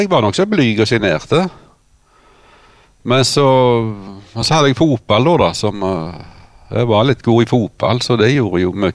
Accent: Sævlandsvik, Rogaland, Norway; Så vi vokste opp her i Sævlandsvikta. Bare en steinkast herifra som vi sitter nå.

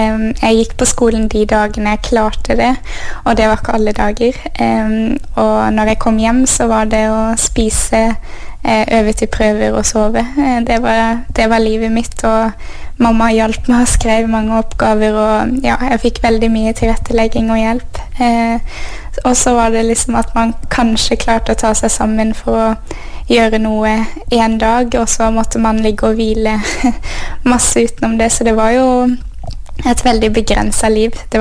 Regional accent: Froland, Agder, Norway; also born or lived in Bergen; Jeg er født i Froland, eller Arendal sykehus. Men vi flyttet til Bergen da jeg var 4 år, og der bodde vi 10 år før vi flyttet tilbake igjen til Froland.

